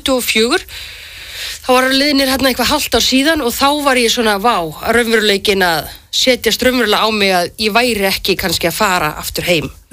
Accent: Grindavík, Southern Peninsula, Iceland; ég er sem sagt Grindvíkingur. Ég er að nálgast fertugt og hlakka mjög mikið til að verða fertug fljótlega. En ég er Grindvíkingur og hérna og er hluti af þeim hópi sem þurfti að rýma heimilin sín fyrir cirka 3 árum

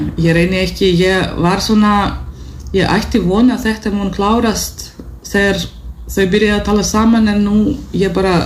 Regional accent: Russia; Icelandic is a second language; now in Iceland; það ekki bara að vera rússi heldur líka innflytjandi af því að þessi spurning hvaðan ertu þú talar svo góða íslensku lalalala

